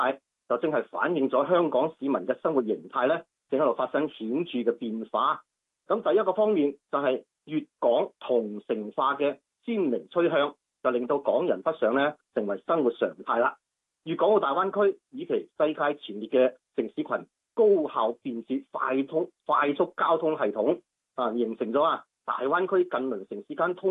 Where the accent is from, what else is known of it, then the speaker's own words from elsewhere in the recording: Guangzhou, Guangdong, China; 咁我系广州人嘅。